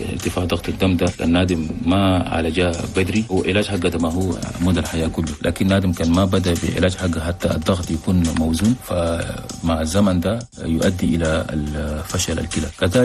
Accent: Chad; وفي سبب كذلك يعني كثير قاعد هسه عندنا في تشاد

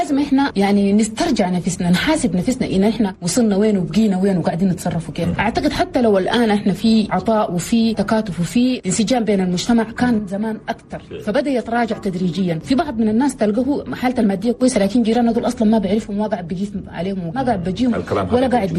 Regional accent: Chad; إحنا كمجتمع تشادي

